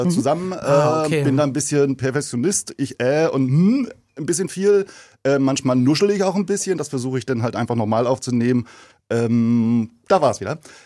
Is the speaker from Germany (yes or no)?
yes; East Germany, Germany; Ja, ich bin aus dem Osten, aber zu der Zeit war ich, also zur Wendezeit war ich 9.